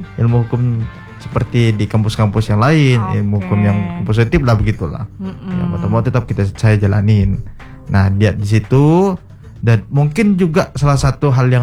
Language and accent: Indonesian; Sintang, West Kalimantan, Indonesia; Dan saya Kak, karena berasal dari Sintang lah ya, karena Sintang ini kan bahkan wilayah Kalimantan Barat ini Sintang termasuk regional 3T.